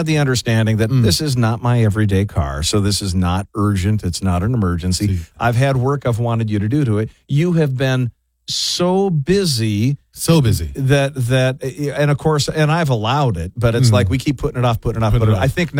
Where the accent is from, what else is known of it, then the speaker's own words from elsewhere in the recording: Fairbanks, Alaska, United States; Born and raised in Fairbanks.